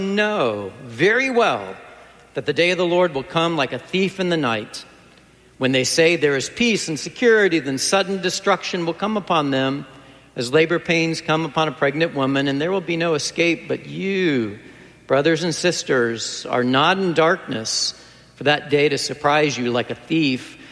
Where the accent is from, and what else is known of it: Wheaton, Illinois, United States; born or raised there